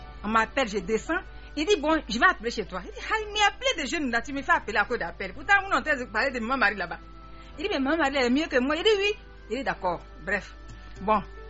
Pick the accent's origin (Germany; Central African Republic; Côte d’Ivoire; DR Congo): Côte d’Ivoire; Katiola, Vallée du Bandama; born there; moved away; au village chez moi à Katiola